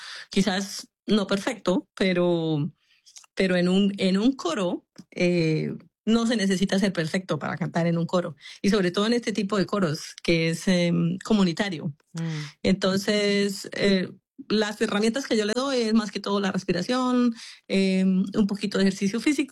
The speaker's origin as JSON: {"language": "Spanish", "country": "Colombia", "said": "Yo soy de Colombia."}